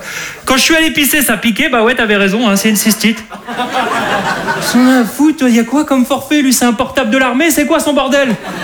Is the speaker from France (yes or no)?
yes; Hauts-de-France, France; je suis un ch'ti.